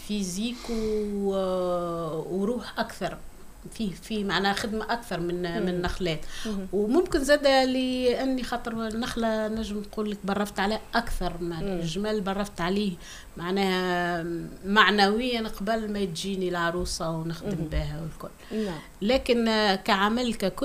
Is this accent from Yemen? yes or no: no; southern Tunisia, Tunisia; أنا أصلي من الجنوب